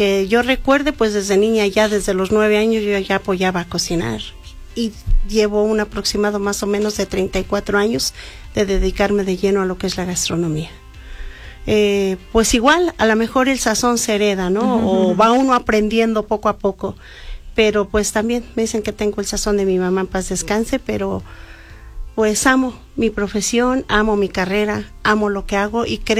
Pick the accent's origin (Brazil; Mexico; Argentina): Mexico; Actopan, Hidalgo; Yo soy de Actopan.